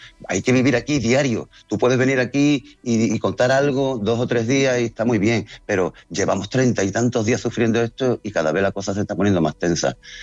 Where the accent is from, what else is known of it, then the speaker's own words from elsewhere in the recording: Ceuta, Spain; lo que he visto en mi pueblo, a mis mujeres con esas banderas, heroínas todas, y hoy especialmente me siento distinto, mejor, bastante mejor.